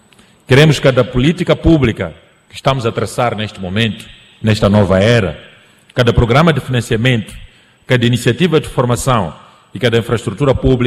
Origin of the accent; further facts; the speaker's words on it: Mozambique; como moçambicanos, não vamos atingir o desenvolvimento que nós pretendemos